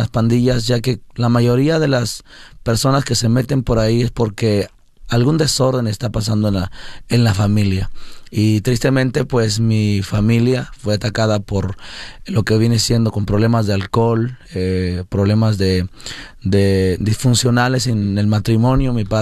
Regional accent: San Luis Potosí, Mexico; also born or lived in Mexico City; Yo soy originalmente del DF, Distrito Federal, pero nosotros nos criamos más en San Luis Potosí, lo que hacemos normalmente es decir que somos de San Luis Potosí, que ahí fue donde nosotros crecimos.

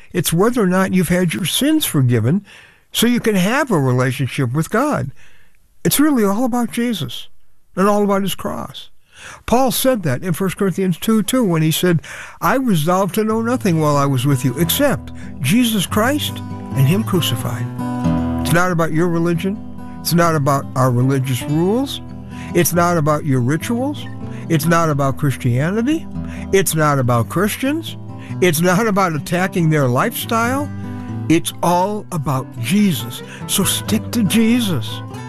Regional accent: Chicago, Illinois, United States; Our friends Marv and Annie were with us at a convention in Chicago. They're from Denver. I was in my hometown.

